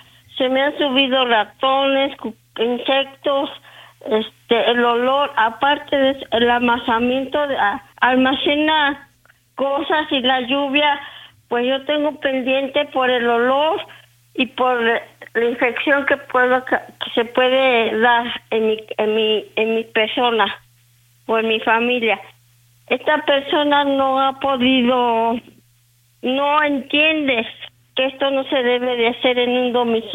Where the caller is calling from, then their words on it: Mexico; vivo en Hacienda San Marcos, Coto La Mesilla, son departamentos